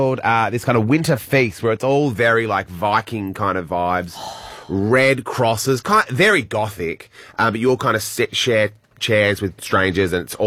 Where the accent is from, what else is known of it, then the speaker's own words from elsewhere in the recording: Tasmania, Australia; Yeah, I'm from Tasmania, so I go.